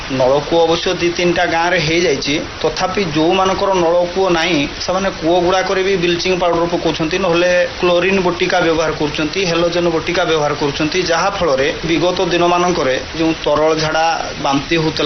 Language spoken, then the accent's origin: Odia; Digaresia, Odisha, India; ଆମ ଗାଁ ହଉଛି ଦିଗାରେସିଆ, ଗ୍ରାମ ପଞ୍ଚାୟତ ଗୌଡ଼ନା ଏବଂ ବ୍ଲକ ହଉଛି କୁଳିଅଣା।